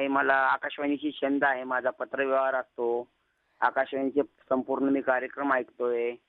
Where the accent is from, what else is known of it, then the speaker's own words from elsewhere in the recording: Khanapur Chitta, Maharashtra, India; born there; मराठवाडा विभाग, मराठवाडा विभागामध्ये हिंगोली जिल्हा, हिंगोली जिल्ह्यात खानापूर चित्ता माझे गाव